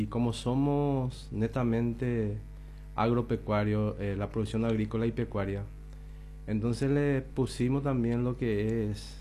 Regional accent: Caaguazú, Paraguay; porque somos de Caaguazú y somos de Paraguay.

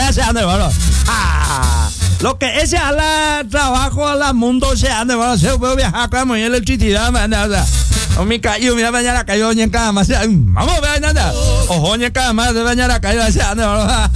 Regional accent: Itapúa, Paraguay; mi hermano y mi cuñado somos de Itapúa General.

